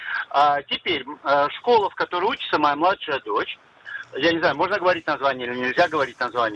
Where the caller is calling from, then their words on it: Kiryat Ata, Haifa District, Israel; я из Сириатака.